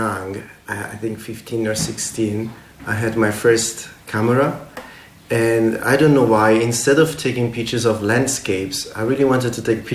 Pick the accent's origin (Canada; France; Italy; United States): Italy; Naples, Campania; English is a second language; it's a very common word in Neapel. I come from Naples, Neapel. And we often use the word bordello to indicate confusion.